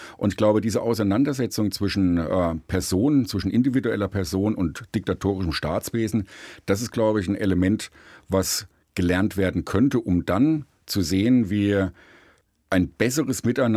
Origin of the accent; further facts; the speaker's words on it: Thuringia, Germany; in Südthüringen, wo ich herkomme, also im ehemaligen Bezirk Suhl, war die Grenze da und das Leben war in der DDR vorgeformt bzw. vorgeprägt.